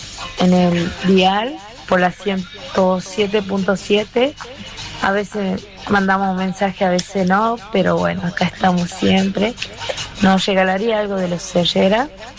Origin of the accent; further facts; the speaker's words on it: Catamarca, Argentina